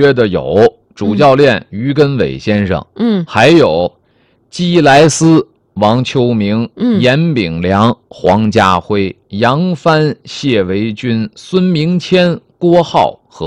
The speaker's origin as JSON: {"language": "Chinese", "region": "Tianjin", "country": "China"}